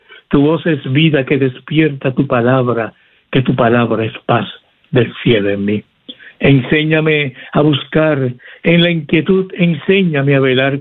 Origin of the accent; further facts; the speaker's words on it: Puerto Rico; Nos invita como pueblo, como iglesia, como nación puertorriqueña a humillarnos.